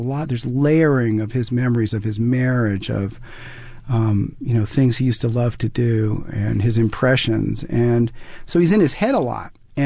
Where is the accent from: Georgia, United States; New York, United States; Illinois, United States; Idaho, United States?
New York, United States; New York City; So I grew up in Brooklyn Heights, which is, it's a genteel neighborhood above the piers, right across from the financial district in Brooklyn.